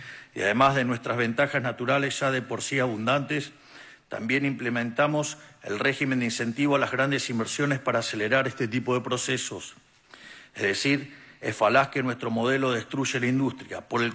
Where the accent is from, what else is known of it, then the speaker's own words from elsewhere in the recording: Argentina; Desde Argentina